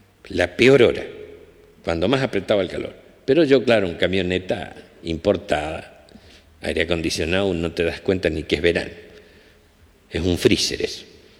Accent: Chaco, Argentina; Yo soy del Chaco.

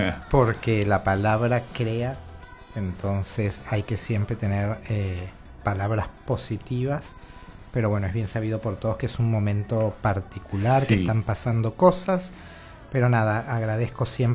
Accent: La Guaira, Venezuela; now in Uruguay; Y bueno, yo crecí en La Guaira, estudié en La Guaira, tengo muchos amigos muy queridos, hermanos de la vida allí

